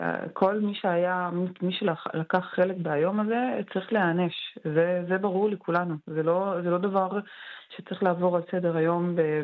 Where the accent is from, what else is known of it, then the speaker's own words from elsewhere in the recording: Kafr Yasif, Northern District, Israel; אבל אני אישית, אני מגיעה מכפר יסיף. בשנתיים האחרונות בכפר שלי היו 4 מקרי רצח.